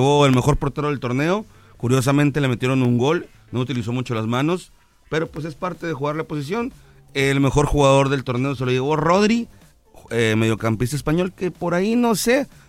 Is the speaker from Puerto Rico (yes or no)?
no; Mexico